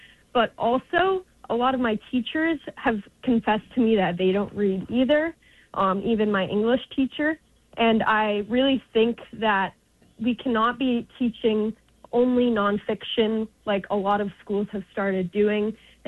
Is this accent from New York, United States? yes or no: yes; New York, United States; I'm a student from New York. I recently graduated high school.